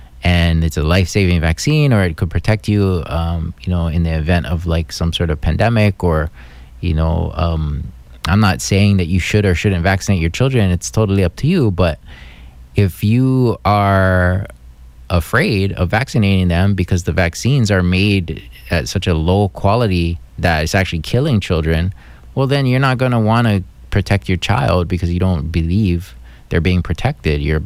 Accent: Hawaii, United States; At least I do, as a Hawaiian person.

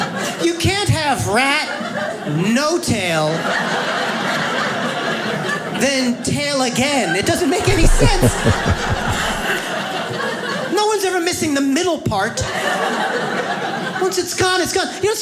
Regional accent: New York, United States; as a New Yorker, it's really freaking me out. You have no idea how terrifying it is to see a stranger approach you when you're a New Yorker who is smiling.

